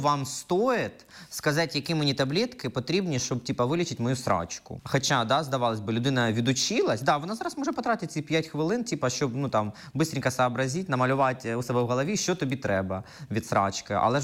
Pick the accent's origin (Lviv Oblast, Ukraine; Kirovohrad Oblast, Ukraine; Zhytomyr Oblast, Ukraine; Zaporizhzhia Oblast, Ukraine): Kirovohrad Oblast, Ukraine; Kropyvnytskyi; Ні, я з Кропивницького.